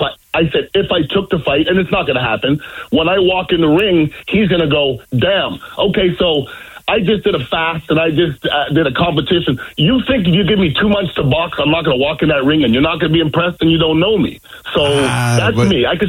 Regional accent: Montreal, Quebec, Canada; But I grew up in Montreal, Canada.

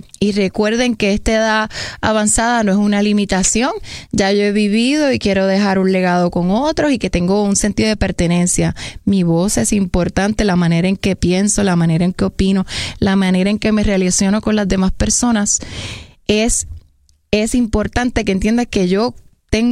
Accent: Puerto Rico; como latinos, como cultura puertorriqueña

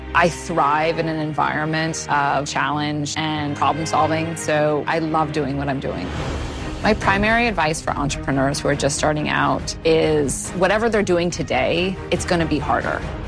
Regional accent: California, United States; I grew up in the Bay Area.

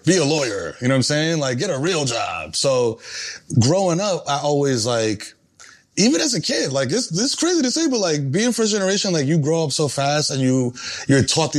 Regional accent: Bronx, New York, United States; But going back to me, which I love to talk about, Dominican kid growing up in the Bronx, first generation, entertainment is not really a viable career path.

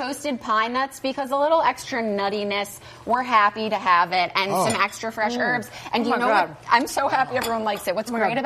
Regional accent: Chicago, Illinois, United States; other than adding a lot of cheese, because I'm from the Midwest and I can't help myself.

